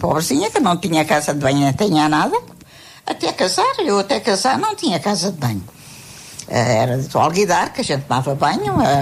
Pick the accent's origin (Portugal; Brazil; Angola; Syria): Portugal; Loures, Lisbon; born or raised there